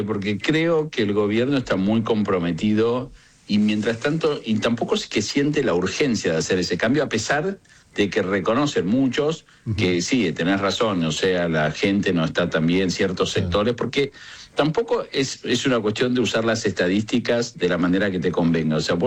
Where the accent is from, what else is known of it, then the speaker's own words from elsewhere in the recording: Argentina; los otros éramos argentinos